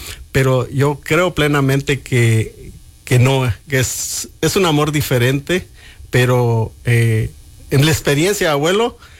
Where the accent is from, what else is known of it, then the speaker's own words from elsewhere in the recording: Ciudad Altamirano, Guerrero, Mexico; also born or lived in Ceibas Altas, Michoacán / Río Palacio, Michoacán; Soy nacido de Ceibas Altas, municipio de San Lucas, Michoacán. Criado en Guerrero, municipio de Ciudad Altamirano, Pungarabato.